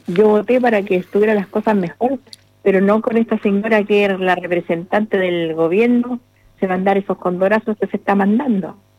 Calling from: Chile

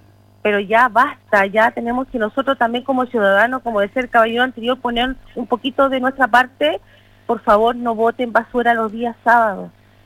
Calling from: Iquique, Tarapacá, Chile; soy iquiqueña, yo quiero mi ciudad

